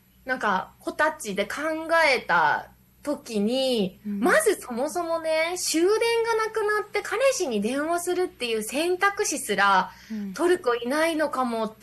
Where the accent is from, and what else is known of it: Kyushu, Japan; born or raised there